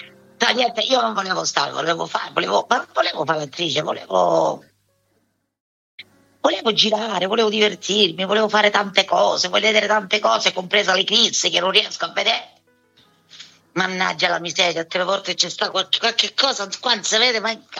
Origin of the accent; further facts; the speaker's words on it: Galatina, Apulia, Italy; born there; Allora, io sono nata a Galatina, provincia di Lecce, un paesino, una cittadina molto bella, e nel sud.